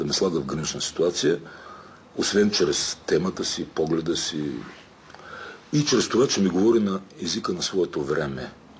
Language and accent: Bulgarian; Burgas, Burgas Province, Bulgaria; moved away; И аз съм бургазлия, значи там той е такъв един по-разтропан град.